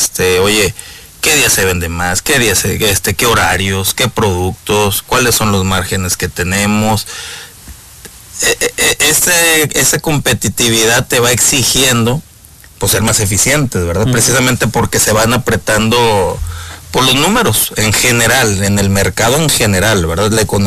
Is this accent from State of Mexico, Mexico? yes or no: no; Tampico, Tamaulipas, Mexico; moved away as an adult; now in Mexico City, Mexico; Yo crecí en Tampico.